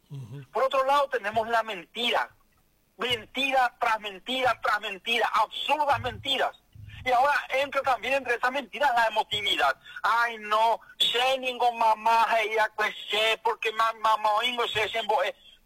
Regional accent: Paraguay

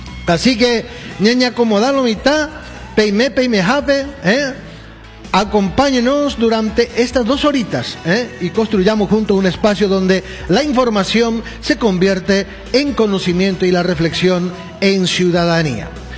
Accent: Paraguay; nosotros como paraguayos tenemos una cultura muy arraigada y muy reconocida internacionalmente

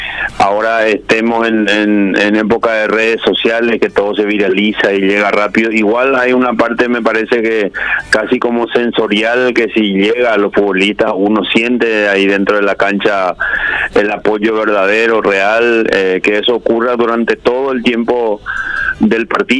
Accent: Paraguarí, Paraguay; born there; comencé muy temprano a jugar ya para mí en serio en el equipo de mi comunidad, en el 15 de mayo de Paraguarí, con 15 años

